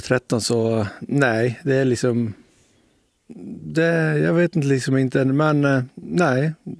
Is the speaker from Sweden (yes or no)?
yes; Sweden; jag är ju född i Bjurs och allting så där, så man har ju sett den här utsikten året runt